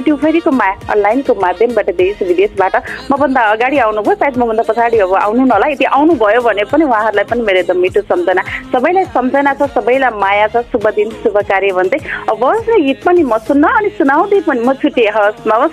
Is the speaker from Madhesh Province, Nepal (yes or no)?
yes; Sarlahi, Madhesh Province, Nepal; मेरो सर्लाही हो होइन, र सर्लाही जिल्ला हरियन हो, र एकदमै त्यहाँ बढी चाहिँ हाम्रो उखु खेती हुन्छ